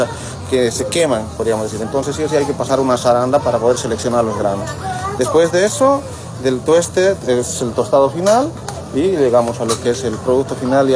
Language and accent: Spanish; Villa Tunari, Cochabamba, Bolivia; Somos productores aquí de la zona San José de San Julián. Somos del municipio de Villatunari.